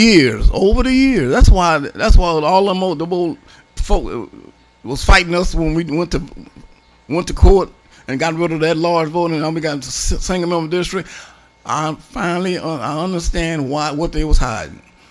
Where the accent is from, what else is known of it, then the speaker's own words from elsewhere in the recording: Louisiana, United States; moved away; I grew up in Louisiana on a farm